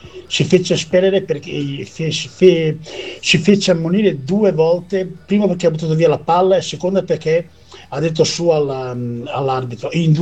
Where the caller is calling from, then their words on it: Ferrara, Emilia-Romagna, Italy; io sono di Ferrara